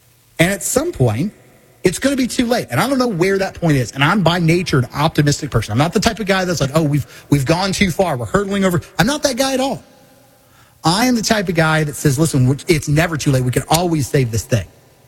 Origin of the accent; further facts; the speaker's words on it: Missouri, United States; And I'm from Missouri. We've had our own situation.